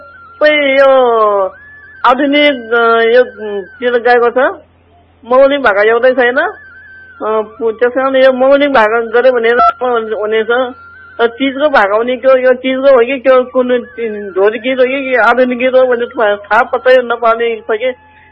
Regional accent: Myagdi, Gandaki Province, Nepal; now in Pokhara, Nepal; म्याग्दी हो।

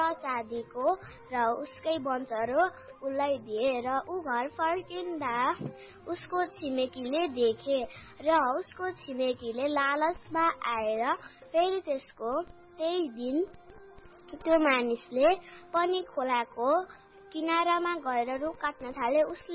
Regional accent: Belchautara, Gandaki Province, Nepal; मेरो घर बेलचौतारा सिलाङगारी हो।

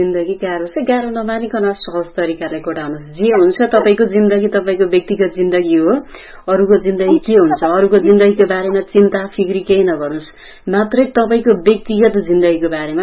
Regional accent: Sindhuli, Bagmati, Nepal; म सिन्धुलीकी मान्छे त हो

